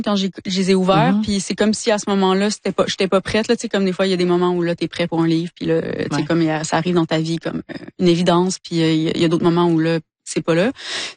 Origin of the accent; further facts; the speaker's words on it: Quebec, Canada; Ouais, ma famille vient du bas du fleuve aussi, mais ouais, j'ai grandi en Gaspésie.